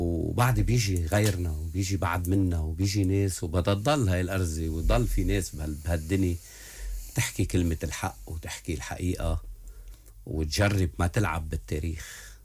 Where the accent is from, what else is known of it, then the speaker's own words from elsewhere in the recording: Lebanon; نحن بلبنان مجتمعات،